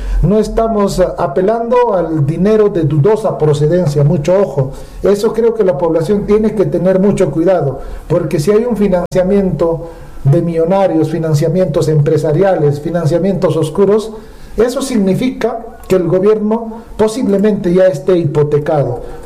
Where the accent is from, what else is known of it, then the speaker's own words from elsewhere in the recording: Apurímac, Peru; now in Talavera, Peru; vive en Apurímac, es apurimeño. … trabaja, vive en Apurímac. Vivo en Talavera